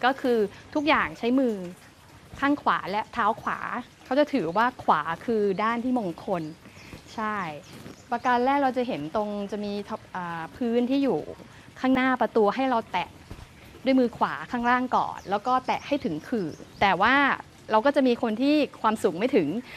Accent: Hat Yai, Songkhla, Thailand; มันเป็นพื้นเพหรือบ้านเกิดของพวกเราคนหาดใหญ่จังหวัดสงขลา

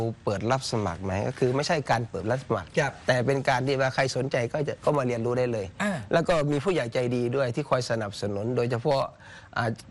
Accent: Khon Kaen, Thailand; moved away as an adult; now in Phetchabun, Thailand; จริงๆก็คือผมเป็นคนต่างจังหวัดผมเป็นคนขอนแก่นผมมาอาศัยอยู่ที่จังหวัดเพชรบูรณ์

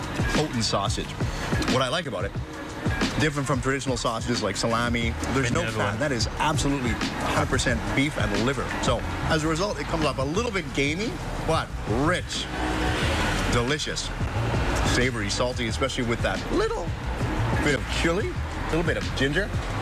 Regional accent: Canada; Thai is a second language; now in Thailand; อาจจะเป็นคนแรกนะครับเพราะว่าผมเป็นชาวแคนาดา

